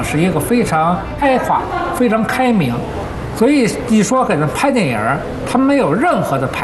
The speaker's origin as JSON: {"language": "Chinese", "region": "Beijing", "country": "China", "tie": "born or raised there", "said": "像我们六八年才搬走，我是四九年出生的。你看"}